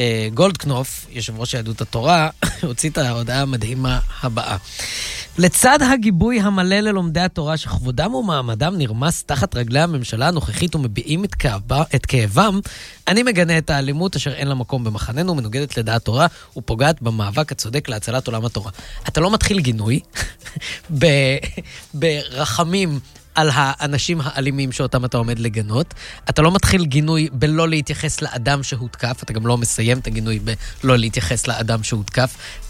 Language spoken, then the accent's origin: Hebrew; Jerusalem, Jerusalem District, Israel; אנחנו ירושלמים, פה בירושלים.